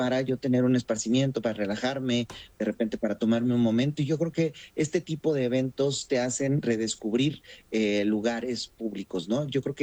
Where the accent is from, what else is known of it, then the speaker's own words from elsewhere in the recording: Oaxaca, Mexico; ciudades como Oaxaca, de donde yo soy originario